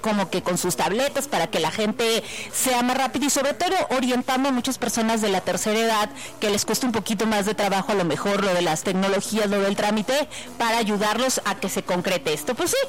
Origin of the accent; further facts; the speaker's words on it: Mexico; Oye, y como buen mexicano, al último momento, sí.